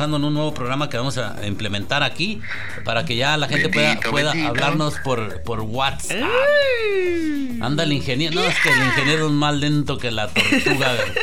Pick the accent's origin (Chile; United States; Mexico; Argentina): United States; East Los Angeles, California; Yo soy from East LA.